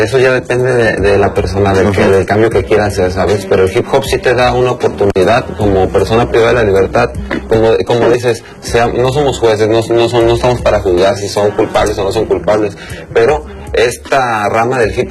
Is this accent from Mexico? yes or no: yes; Tepic, Nayarit, Mexico; Soy de Tepic, Nayarit, orgullosamente.